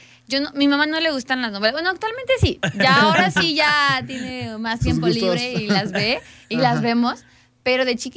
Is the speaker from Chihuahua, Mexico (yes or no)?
no; Mexico City, Mexico; De la Ciudad de México.